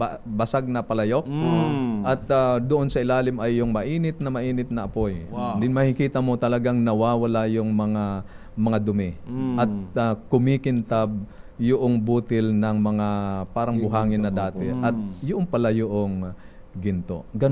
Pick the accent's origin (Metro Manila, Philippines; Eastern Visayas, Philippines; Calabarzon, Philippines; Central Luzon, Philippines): Calabarzon, Philippines; Quezon; Doon sa amin sa Quezon, Barda